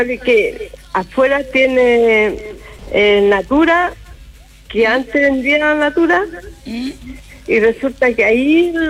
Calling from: Molina, Maule, Chile; Soy de Molina.

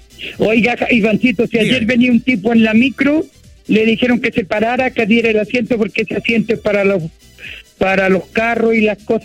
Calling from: Longaví, Maule, Chile; Yo no soy del Cascajo, po. Yo soy de Esperanza Plan, Longaví.

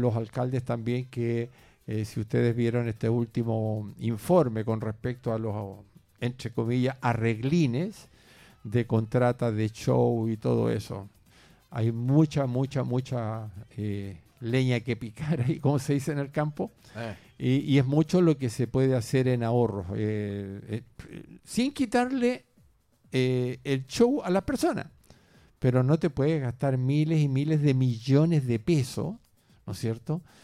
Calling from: San Fernando, O'Higgins, Chile; yo soy de acá de San Fernando

